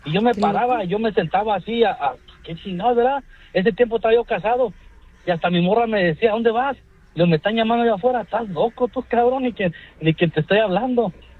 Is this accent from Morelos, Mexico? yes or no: yes; Morelos, Mexico; Que me escucho medio italiano, pero soy mexicano.